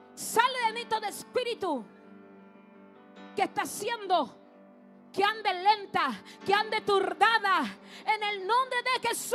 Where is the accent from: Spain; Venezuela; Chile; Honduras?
Chile; Arica, Arica y Parinacota; En mi infancia viví muchos años en Arica